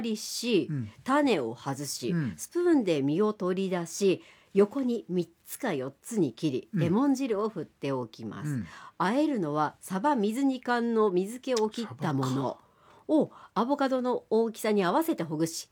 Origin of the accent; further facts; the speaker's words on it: Kanagawa, Japan; 江戸っ子、うん、まあ、出身は神奈川県です